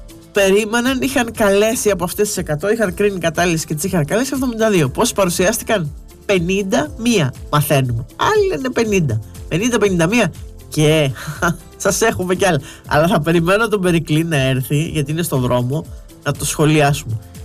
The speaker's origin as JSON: {"language": "Greek", "town": "Argos", "region": "Peloponnese", "country": "Greece", "tie": "born or raised there", "moved": "yes", "lives_now": "Piraeus, Greece", "said": "εγώ είμαι στον Πειραιά, είμαι Πειραιώτης, είμαι γεννημένη στον Πειραιά, μένω στον Πειραιά. Έχω μεγαλώσει το Άργος βέβαια."}